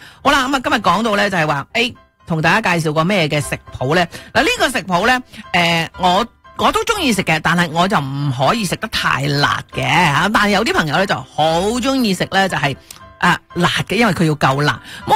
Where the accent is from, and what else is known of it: Guangdong, China